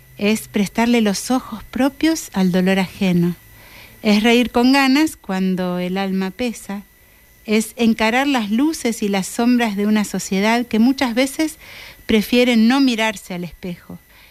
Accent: Patagonia, Argentina; soy cantora de la Patagonia.

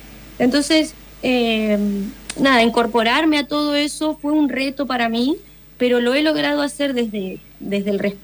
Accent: Argentina; now in Brazil; O sea que yo como argentina tengo muchísimo, muchísimo respeto hacia Brasil y estoy muy, muy agradecida por todo lo que me ha ofrecido durante estos 4 años, a mí y a mis hijas.

